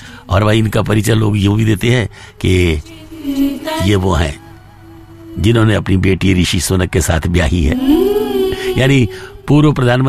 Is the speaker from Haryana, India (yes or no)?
yes; Rohtak, Haryana, India; और भाई आज ही के दिन मेरे शहर रोहतक में जन्मे थे एक एक्टर